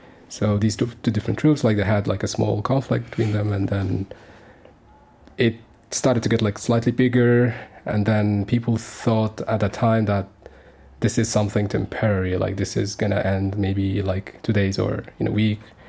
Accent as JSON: {"language": "English", "country": "Sudan", "tie": "born or raised there", "moved": "as an adult", "lives_now": "Germany", "said": "am 32 years old, and I'm from Sudan. I've been born and I grew up in Sudan, and I came to Germany, so around like 5 years ago."}